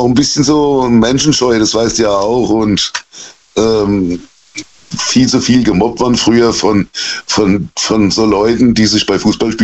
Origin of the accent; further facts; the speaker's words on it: Germany; Ja, ich bin Deutscher, sagen wir mal so.